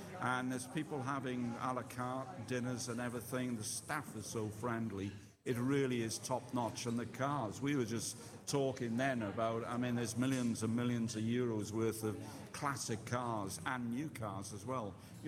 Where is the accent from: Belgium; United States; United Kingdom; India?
United Kingdom; Cardiff, Wales; also born or lived in Penarth; now in Mallorca, Spain; I was Cardiff born, Cardiff bred. When you can, you be Cardiff dead. Anybody from Cardiff will understand that. Well, no, I lived outside Cardiff in a place called Penarth.